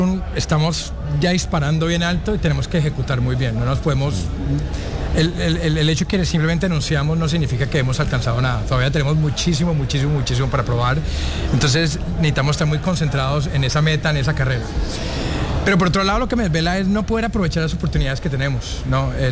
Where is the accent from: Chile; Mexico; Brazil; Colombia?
Colombia; yo soy colombiano, entonces mi corazón está en Colombia